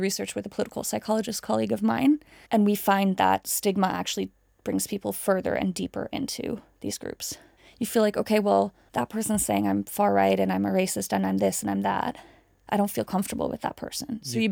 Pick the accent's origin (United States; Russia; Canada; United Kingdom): United Kingdom; Scotland; as Scottish people